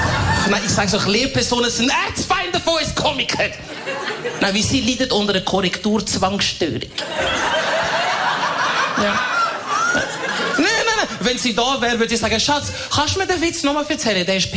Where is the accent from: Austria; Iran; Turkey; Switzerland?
Switzerland; Aargau; Aufgewachsen im Aargau und ich glaube, wir, würde ich jetzt mal behaupten, reden am neutralsten.